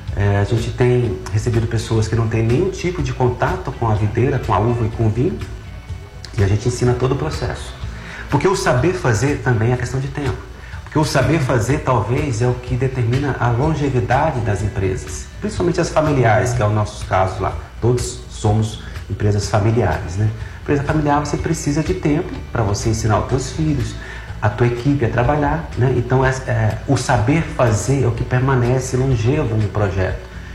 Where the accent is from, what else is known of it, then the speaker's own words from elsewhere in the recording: Catalão, Goiás, Brazil; born there; now in Brasília, Brazil; Eu nasci em Catalão, Goiás, Catalão. 300 quilômetros daqui, uhum, mas vim para cá jovem, né?